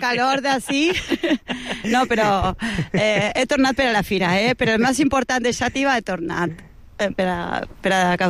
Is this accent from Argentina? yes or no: yes; Argentina; first language Spanish; Catalan is a second language; now in Valencian Community, Spain; el fet de que soc argentina